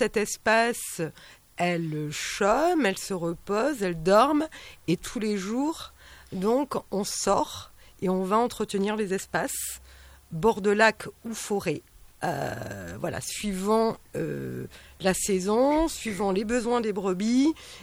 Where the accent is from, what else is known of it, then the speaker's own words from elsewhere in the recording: Soustons, Nouvelle-Aquitaine, France; je suis de Souston à la base